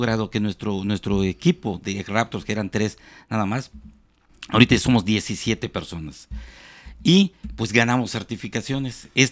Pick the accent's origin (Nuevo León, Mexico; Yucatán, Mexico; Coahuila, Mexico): Yucatán, Mexico; tenemos la combinación de maya, somos orgullosos, yucatecos y todo.